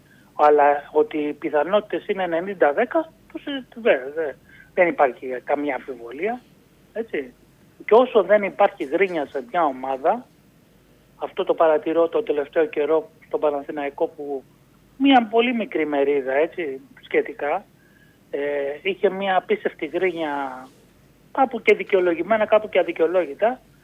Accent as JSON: {"language": "Greek", "town": "Aigaleo", "region": "Attica", "country": "Greece", "tie": "born there", "said": "Εγώ γεννήθηκα στο Εγάλαιο, εντάξει."}